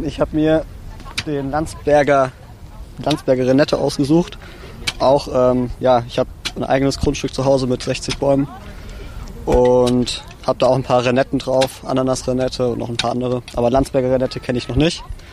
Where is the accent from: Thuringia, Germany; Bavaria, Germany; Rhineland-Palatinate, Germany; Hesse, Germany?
Hesse, Germany; Darmstadt; now in Stuttgart, Germany; ich komme ursprünglich aus dem Großraum Darmstadt, studiere jetzt seit diesem Semester in Hohenheim Agrarwissenschaften.